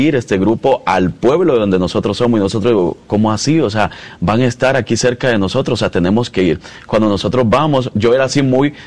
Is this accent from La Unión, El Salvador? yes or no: no; Nueva Concepción, Chalatenango, El Salvador; now in Alabama, United States